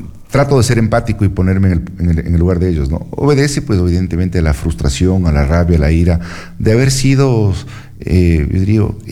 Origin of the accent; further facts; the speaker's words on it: Loja, Ecuador; lo que somos los lojanos. Somos gente culta, somos gente respetuosa